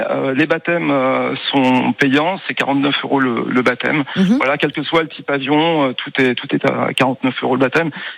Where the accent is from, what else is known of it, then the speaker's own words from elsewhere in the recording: Brittany, France; je suis de Pamar aussi.